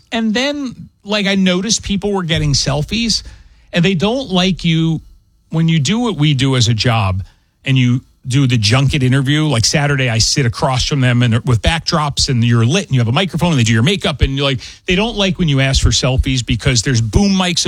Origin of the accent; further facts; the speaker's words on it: Detroit, Michigan, United States; I'm from Detroit.